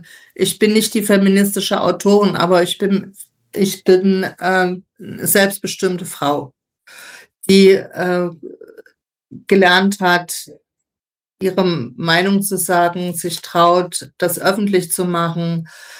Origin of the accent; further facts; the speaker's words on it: Dresden, Saxony, Germany; Ich komme ja aus Dresden und da ist die Sächsische Schweiz.